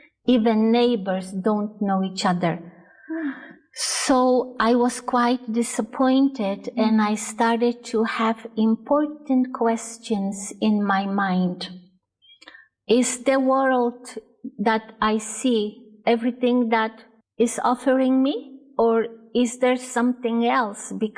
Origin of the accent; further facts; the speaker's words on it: Poland; moved away; also born or lived in Canada; Well, I was born in Poland and it was a communist Poland at that time. So all my childhood was spent in a simple country. It was considered a third world country. Then when I grew up, I was taken by my family to Canada